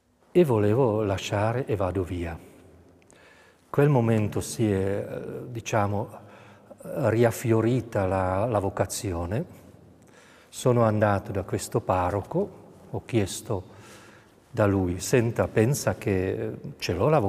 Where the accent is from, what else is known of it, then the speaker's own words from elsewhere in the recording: Czechia; Italian is a second language; moved away as an adult; Io sono nato in Cecoslovacchia, che era regime comunista socialista reale. Mi ricordo, avevo 8 anni, 68